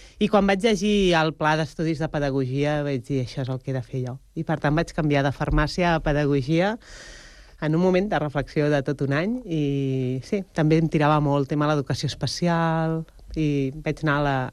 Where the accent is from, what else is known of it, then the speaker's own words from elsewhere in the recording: Barcelona, Catalonia, Spain; born there; Jo vaig néixer a Barcelona.